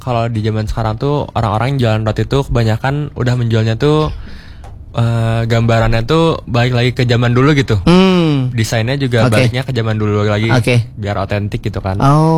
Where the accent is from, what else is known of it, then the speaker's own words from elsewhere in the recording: Java, Indonesia; Kita pakai bahasa Jawa karena ya kita sendiri kebetulan dari Jawa gitu.